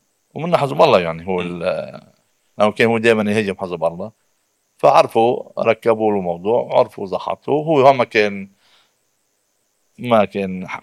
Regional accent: Lebanon; يعني طريقة التعاطي الإداري هون نحن كلبنانيين معنى تحرر من الخيوط اللي بتخليك تتحرك

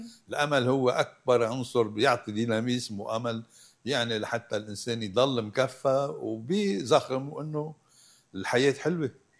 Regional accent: Lebanon

